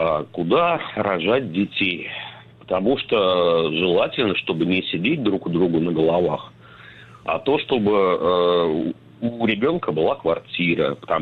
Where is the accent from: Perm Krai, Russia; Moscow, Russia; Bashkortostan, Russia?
Moscow, Russia; Ну, это я, москвич коренной.